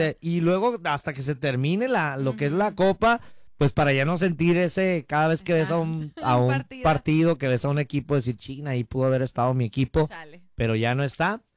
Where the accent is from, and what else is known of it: Mexico